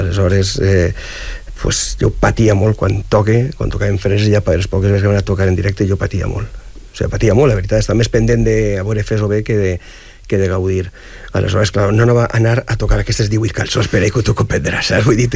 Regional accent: Castellón de la Plana, Valencian Community, Spain; som de Castelló

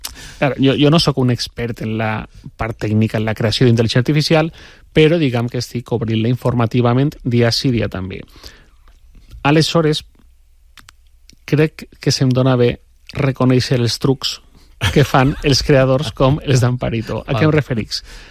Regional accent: Torrent, Valencian Community, Spain; jo soc de Torrent.

